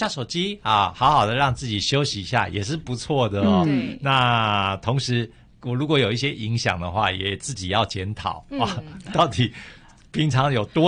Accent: Taiwan; 对于我们台湾人来讲

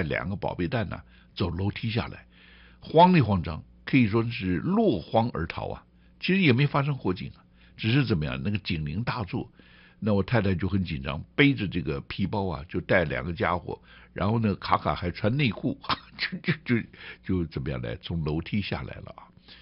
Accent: Taiwan; 很多我们台湾人呢

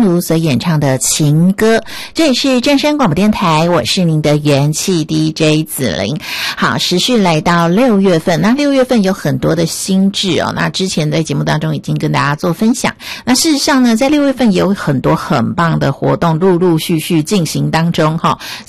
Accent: Taipei, Taiwan; 我们台北人

